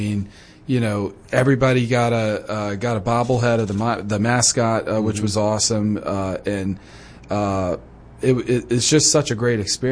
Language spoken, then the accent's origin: English; Baton Rouge, Louisiana, United States; moved away as an adult; also born or lived in New Orleans; now in Little Rock, United States; I'm from New Orleans originally, and I did grow up with a minor league team there, the New Orleans Zephyrs. Mm-hmm. But we moved away from New Orleans to Baton Rouge when I was like six or so.